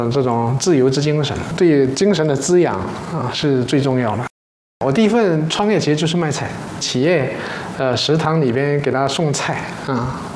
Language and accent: Chinese; China; moved away as an adult; 02年以前，我基本上就是在一个小镇嘛，我们叫蓬莱镇。就02年以前，我就没出过镇，那干农活了，放牛了，割过种水稻、割水稻，农活干很多。我们也是村里边的穷家庭